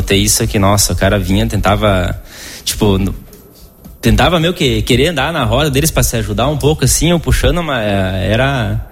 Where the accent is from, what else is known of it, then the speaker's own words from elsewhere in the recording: Brazil; eu sou brasileiro também